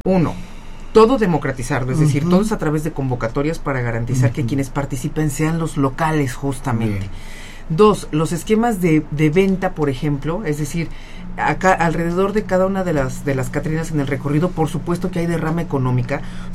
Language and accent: Spanish; Mexico; yo sé que todos somos mexicanos